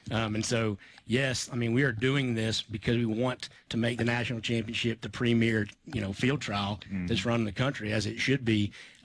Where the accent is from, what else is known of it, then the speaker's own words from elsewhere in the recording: Germantown, Tennessee, United States; also born or lived in Florida; I'm from West Tennessee, but I've been with Tall Timbers for about 10 years, lived in Florida, and now happy to say that we've moved home.